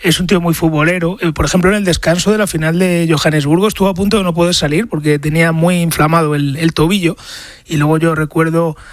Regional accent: Madrid, Community of Madrid, Spain; Vosotros sois de Cataluña y yo soy de Madrid.

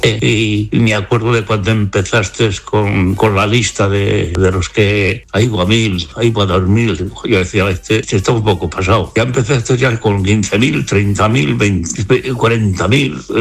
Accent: Logroño, La Rioja, Spain; Yo soy de Logroño … desde el primer día que tú empezaste el programa

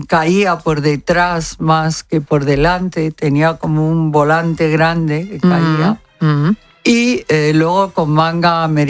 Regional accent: Spain; Pues sí, claro que lo veo, pero ¿cómo no lo voy a ver si soy española?

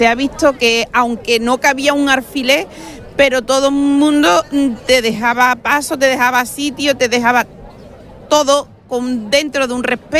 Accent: Villamanrique de la Condesa, Andalusia, Spain; fuimos a Villamanrique a ver las cabezas, que es mi pueblo.

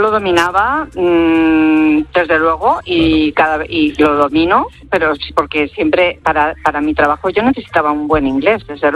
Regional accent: Argentina; now in Seville, Spain; Sí, soy argentina, pero desde Sevilla.

